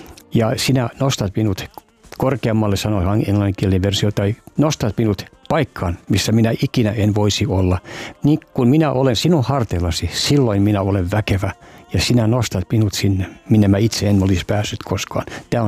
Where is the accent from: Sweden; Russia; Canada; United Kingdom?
Canada; now in Finland; mä oon kasvanut englanninkielisessä maailmassa Kanadassa suicidalaisperheessä.